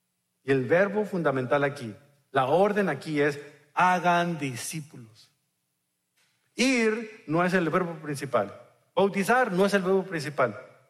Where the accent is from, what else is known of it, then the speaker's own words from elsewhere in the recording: Mexico; De seguro era de mi tierra, porque solamente en México, en mis tierras, desayunamos pescado en la mañana